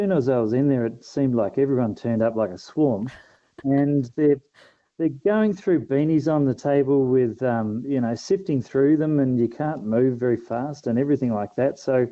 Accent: Darwin, Northern Territory, Australia; Well, I'm from Darwin, so I've got no right to tell them what to do.

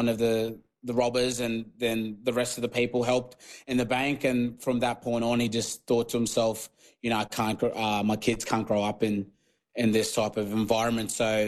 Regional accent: Papua New Guinea; English is a second language; now in Cairns, Australia; like I grew up in Papua New Guinea. So when I first moved over to Cairns, I didn't know English.

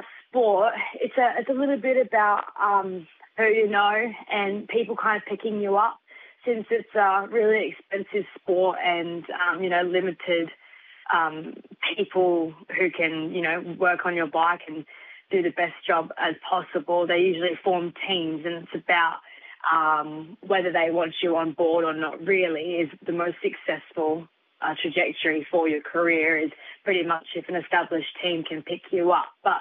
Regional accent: Adelaide, South Australia, Australia; also born or lived in Melbourne; I was born in Melbourne but lived my whole life in Adelaide.

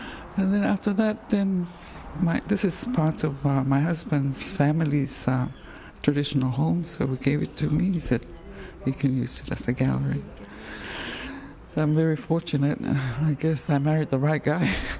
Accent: Samoa; English is a second language; But I was brought up in the Arabian Nights and Shakespeare. Hans Andersen fairy tales, you know, Cinderella and the gang, and so it's all that, all mixed together with Samoan stories

